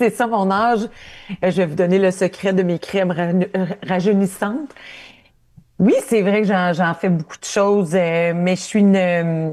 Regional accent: Ontario, Canada; Moi, je viens de l'Ontario, je viens de l'Ontario francophone, encore pire

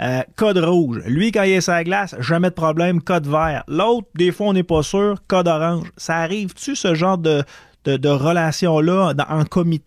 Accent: Quebec, Canada; pour moi, en tant que Québécois

